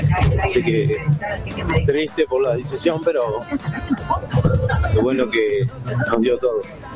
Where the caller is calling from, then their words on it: Ayacucho, Buenos Aires Province, Argentina; de Ayacucho, soy camionero.